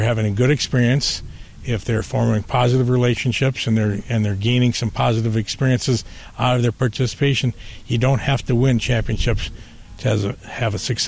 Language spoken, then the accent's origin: English; North St. Paul, Minnesota, United States; I grew up in North St. Paul. I attended Hill Murray High School and graduated from Hill Murray High School.